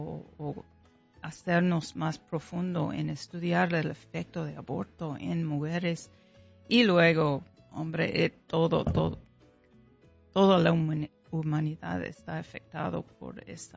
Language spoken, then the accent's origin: Spanish; California, United States; Spanish is a second language; now in Omaha, United States; Aprendí español durante toda mi vida, cuando estaba creciendo en California, con abuelos que tenían un amor por la cultura hispana